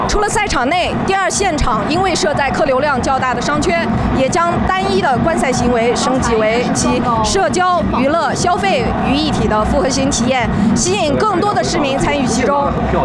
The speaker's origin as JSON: {"language": "Chinese", "region": "Yunnan", "country": "China", "said": "感受我们云南人的足球热情，"}